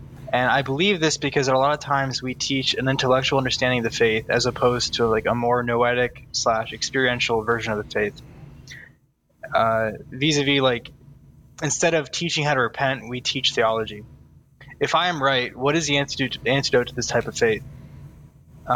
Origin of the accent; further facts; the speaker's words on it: Austin, Texas, United States; I'm from Austin, Texas.